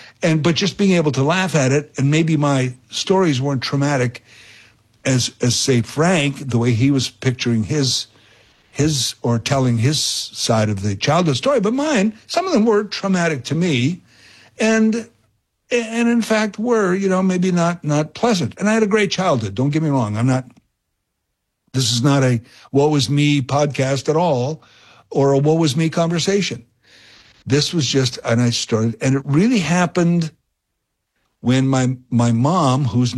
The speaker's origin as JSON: {"language": "English", "region": "Saskatchewan", "country": "Canada", "tie": "born or raised there", "said": "stories that I told about my childhood growing up in Saskatchewan in a small town."}